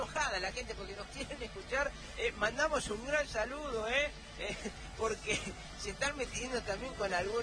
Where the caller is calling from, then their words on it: Recreo, Santa Fe, Argentina; de Recreo Santa Fe. Es mi provincia, lo digo yo.